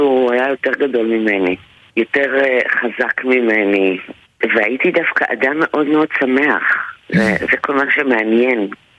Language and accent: Hebrew; Beersheba, Southern District, Israel; born there; moved away as an adult; now in Tel Aviv, Israel; אני באה מבאר שבע, הגעתי למרכז בערך בגיל 20